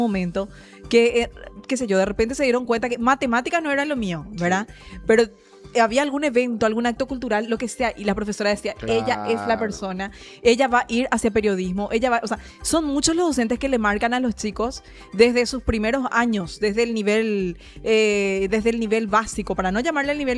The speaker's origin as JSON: {"language": "Spanish", "country": "Paraguay"}